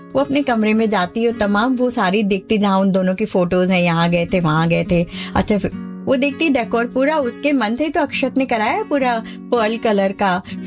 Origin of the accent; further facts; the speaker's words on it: Rajasthan, India; हम लोग मारवाड़ी हैं